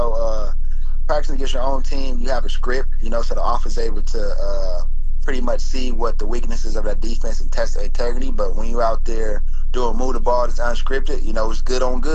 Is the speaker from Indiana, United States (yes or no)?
yes; Indiana, United States; And for me, it's been surreal because I grew up in Indiana a little bit. My dad played for the Colts.